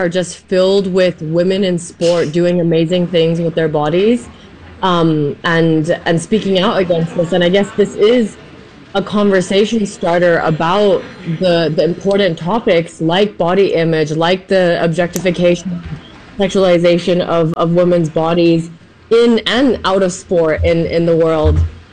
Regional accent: Shanghai, China; I grew up half Chinese in Shanghai. I compete for the German national team. I'm German Chinese.

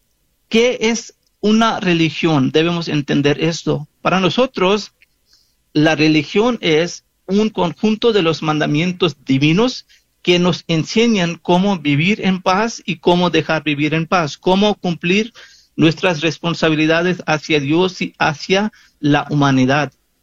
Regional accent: Pakistan; now in United States; yo soy de Pakistán y vivo en Estados Unidos. Entonces, para mí, la ley para vivir en este mundo es la ley de Estados Unidos, no de Pakistán.

